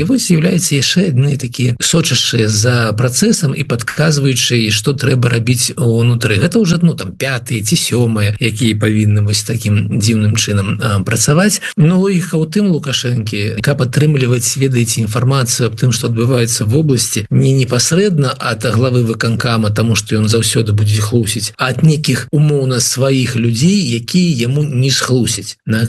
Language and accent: Russian; Belarus